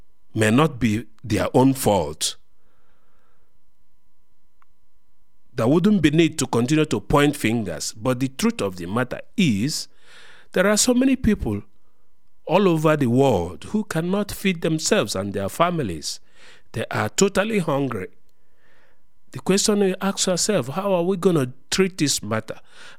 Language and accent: English; DR Congo; I was from the Democratic Republic of Congo.